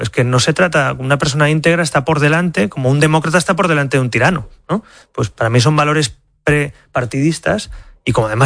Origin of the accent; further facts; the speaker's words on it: Spain; Como español, si te doy mi opinión, creo que hay que buscar todos los mecanismos para que esto no se alargue demasiado.